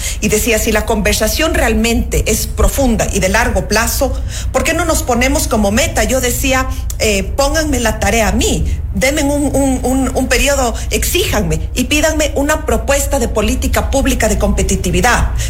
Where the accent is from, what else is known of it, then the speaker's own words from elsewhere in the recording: Ecuador; a nosotros nos ofende como ecuatorianos la balanza comercial.